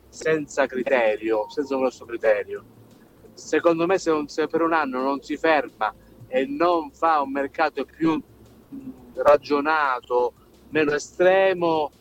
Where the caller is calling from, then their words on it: Cosenza, Calabria, Italy; da Cosenza